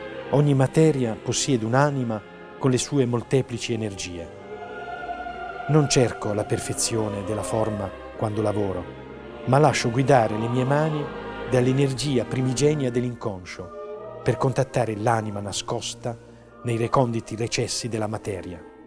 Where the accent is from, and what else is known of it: Bari, Apulia, Italy; born there